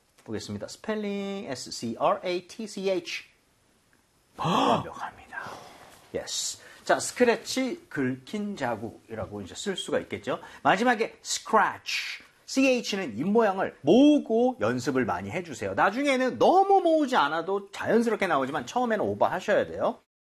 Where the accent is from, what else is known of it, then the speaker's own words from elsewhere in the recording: South Korea; 관사하고 전치사 이런 것들은, 한국인으로서 가장 많이 틀릴 수밖에 없어요.